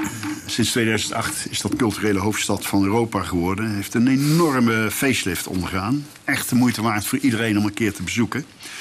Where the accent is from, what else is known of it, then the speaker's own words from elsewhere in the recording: Eindhoven, North Brabant, Netherlands; geboren en getogen in Eindhoven, 68.